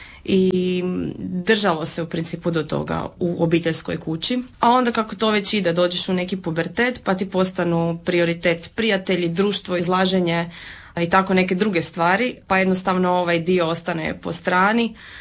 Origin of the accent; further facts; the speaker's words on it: Zagreb, City of Zagreb, Croatia; Dolazim iz Zagreba, udata sam, 34 godine